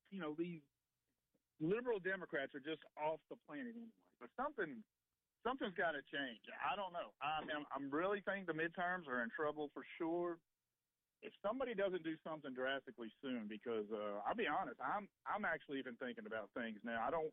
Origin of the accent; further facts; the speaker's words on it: Tennessee, United States; Well, let me tell you this. I'm from East Tennessee.